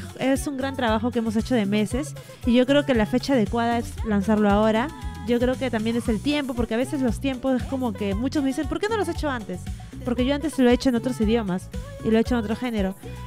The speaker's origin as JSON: {"language": "Spanish", "town": "San Miguel", "region": "Lima", "country": "Peru", "tie": "born or raised there", "said": "Sí, claro, yo soy de San Miguel, sí, o sea, seguimos viviendo ahí en San Miguel, toda mi familia, ¿no? Bueno, los que están acá en Perú, ¿no?"}